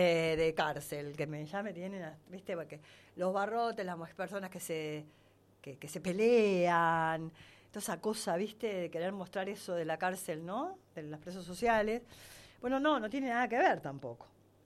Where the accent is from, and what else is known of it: Uruguay; now in Argentina